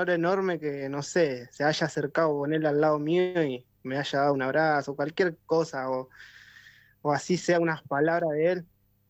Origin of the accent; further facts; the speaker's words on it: Virrey del Pino, Buenos Aires Province, Argentina; Y somos de Virrey del Pino, González Catán.